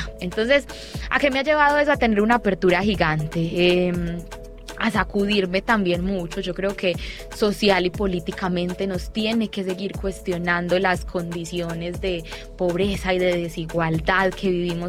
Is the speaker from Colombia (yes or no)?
yes; Medellín, Antioquia, Colombia; born there; Yo nací en Belén Rincón